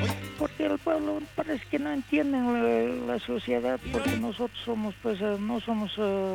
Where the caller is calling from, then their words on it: Poopó, Oruro, Bolivia; yo soy de Popó también